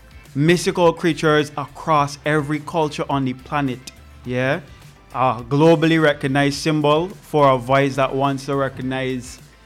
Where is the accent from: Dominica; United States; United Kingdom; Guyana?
Guyana; Georgetown, Demerara-Mahaica; moved away as an adult; now in East Coast Demerara, Guyana; born and grew in Tongue, the heart of Georgetown, growing up in areas like West of Pennington, South Randville. I know I reside in the East Coast